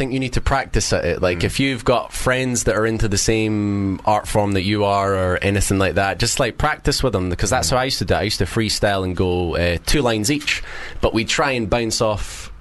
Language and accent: English; Scotland, United Kingdom; I'm Scottish